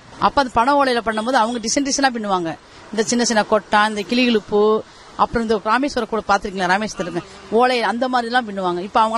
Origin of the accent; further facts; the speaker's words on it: Tiruchirappalli, Tamil Nadu, India; now in Coimbatore, India; Madam. நான் பிறந்து வளர்ந்ததெல்லாம் திருச்சி. நான் கோயம்புத்தூருக்கு வந்து 30 வருஷம் ஆச்சு.